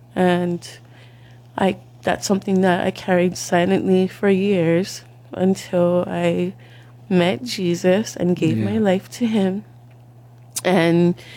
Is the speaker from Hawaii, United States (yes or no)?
yes; Waipahu, Hawaii, United States; I grew up in Waipahu, like Pupunohe Street.